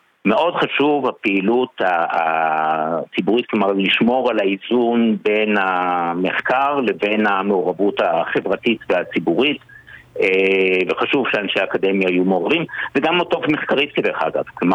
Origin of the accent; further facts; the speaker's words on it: Jerusalem, Jerusalem District, Israel; אני ירושלמי